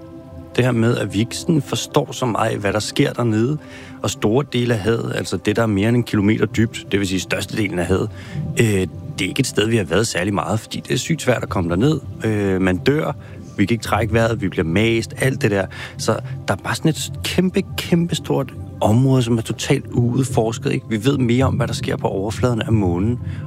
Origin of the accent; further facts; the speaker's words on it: Capital Region of Denmark, Denmark; der, hvor jeg er vokset op, op i, helt op i Nordsjælland, altså op i nærheden af Gilleleje, der er det noget, som er tæt på. Der er havnekultur, der er, man går på stranden, man tog ned på havnen og købte torsk i gamle dage, eller for et par årtier siden